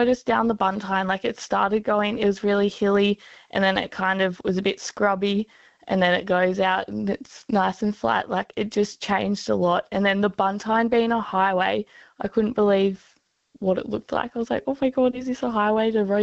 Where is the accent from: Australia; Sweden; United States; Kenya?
Australia; Orange, New South Wales; now in Northern Territory, Australia; I'm originally from Orange in New South Wales.